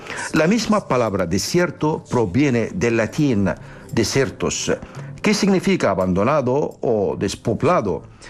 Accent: Egypt; moved away; Vamos a la tierra de los faraones, a mi tierra natal, a Egipto.

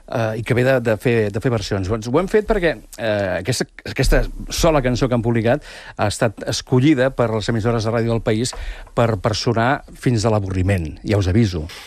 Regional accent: Manlleu, Catalonia, Spain; Jo sóc de Manlleu, per cert, no us ho he dit, eh?

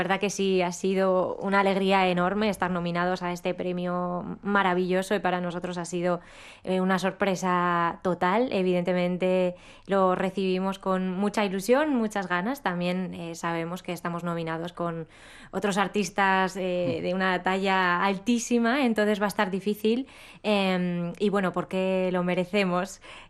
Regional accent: Navarre, Spain; Fernando Remacha, un compositor de mi tierra, Navarra.

